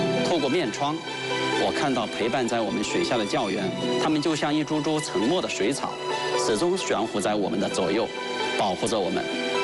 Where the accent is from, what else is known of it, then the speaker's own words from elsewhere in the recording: Changde, Hunan, China; born there; 我是1976年出生在湖南常德一个农村家庭。